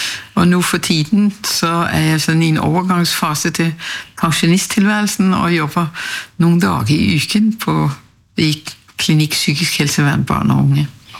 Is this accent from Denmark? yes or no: yes; Copenhagen, Capital Region, Denmark; moved away as an adult; now in Norway; Jeg er fra Danmark, København, og jeg studerte medisin i Danmark. Og vi fant hverandre i Danmark, og jeg ble med til Norske.